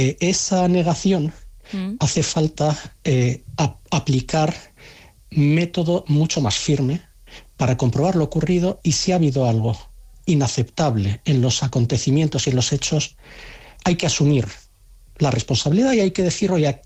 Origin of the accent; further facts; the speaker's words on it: Spain; y ahora ya hablo no como analista, sino como ciudadano español